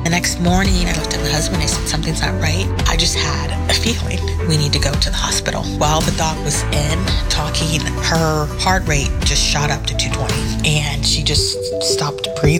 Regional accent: Maricopa, Arizona, United States; I am Gracie's mom. We are from Maricopa.

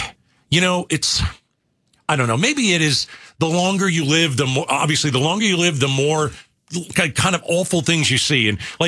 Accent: New York/New Jersey area, United States; Since I'm from the New York, New Jersey area

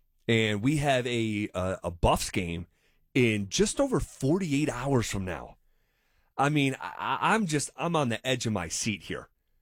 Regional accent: East Coast, United States; moved away; growing up on the East Coast

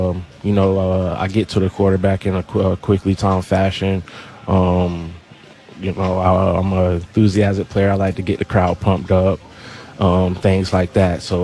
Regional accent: Florida, United States; Yeah, I'm from Florida, so we don't see none of that type of stuff.

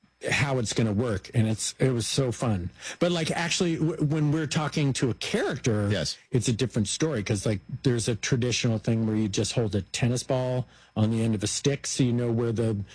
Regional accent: Oakland, California, United States; born there; I was born in Oakland.

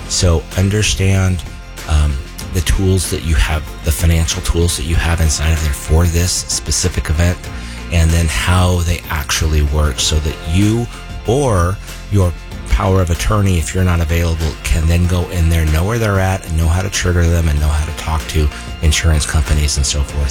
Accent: Idaho, United States; Growing up in Idaho, we had a restaurant

